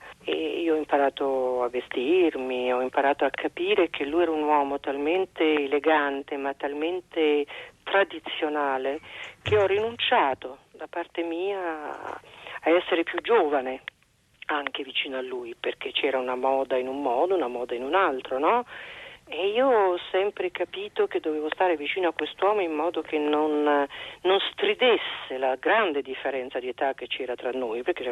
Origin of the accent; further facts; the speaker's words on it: Apulia, Italy; eravamo meridionali tutte e due, lui calabrese, io pugliese